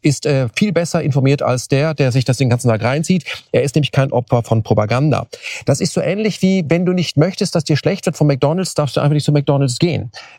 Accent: Germany

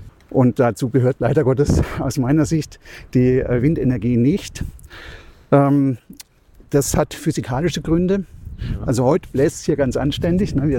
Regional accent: Freiburg, Baden-Württemberg, Germany; ich bin Freiburger.

